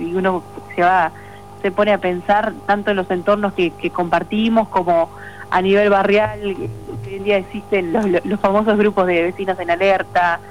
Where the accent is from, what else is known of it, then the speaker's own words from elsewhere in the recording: Uruguay; Como uruguayos muchas veces tenemos estas dos partes